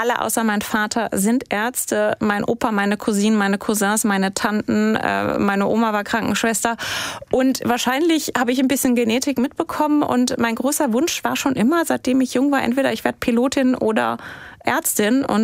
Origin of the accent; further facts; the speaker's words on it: Hesse, Germany; also born or lived in Lower Franconia; Also tatsächlich bin ich in Mittelhessen aufgewachsen. Ich bin zwar nicht in Hessen geboren, sondern in Unterfranken.